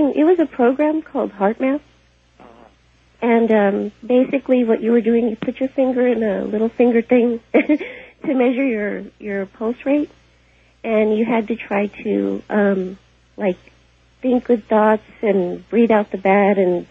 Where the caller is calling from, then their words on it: San Antonio, Texas, United States; I'm in San Antonio.